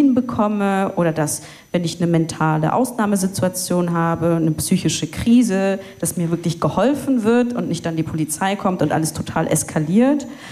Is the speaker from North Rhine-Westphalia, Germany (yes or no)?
yes; Cologne, North Rhine-Westphalia, Germany; Es gibt zum Beispiel in Köln, wo ich herkomme, gibt es eine Kampagne, die heißt Sicherheit für alle.